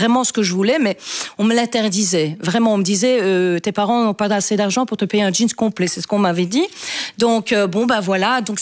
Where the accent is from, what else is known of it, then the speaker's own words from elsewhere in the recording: Wallonia, Belgium; Bon, moi, je dis toujours que je suis wallon connu, donc des WC